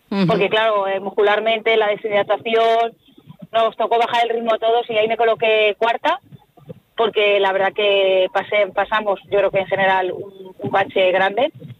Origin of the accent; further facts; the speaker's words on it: Almagro, Castilla-La Mancha, Spain; que sepan que soy de Almagro, de Ciudad Real, de Castilla-La Mancha